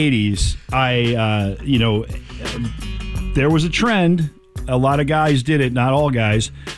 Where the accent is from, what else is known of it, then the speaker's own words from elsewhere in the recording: Connecticut, United States; I grew up in Connecticut playing basketball or football or whatever